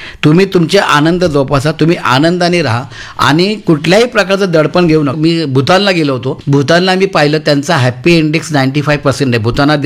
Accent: Maharashtra, India; moved away as an adult; माझी आपण प्रत्येकाची नाळ आपली गावी कोकणात तर असतेच

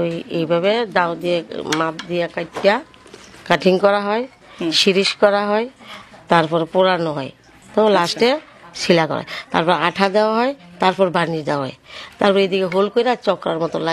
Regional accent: Jibannagar, Khulna Division, Bangladesh; আমার বাড়ি জীবনগর বনকুমারী মালাকার পাড়া।

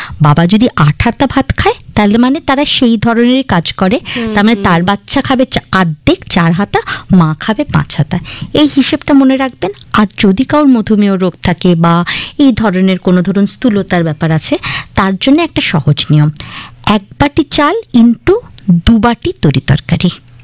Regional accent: Bangladesh; আমাদের সুজলা সুফলা বাংলাদেশে

